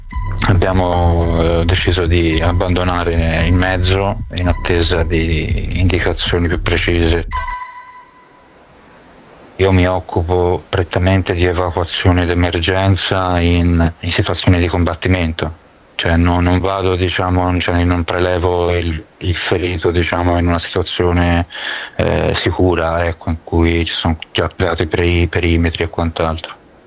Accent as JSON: {"language": "Italian", "region": "Tuscany", "country": "Italy", "moved": "yes", "said": "Vengo dalla provincia di Firenze, ho 34 anni e in questo momento mi trovo in un centro di riabilitazione militare in periferia di Kiev."}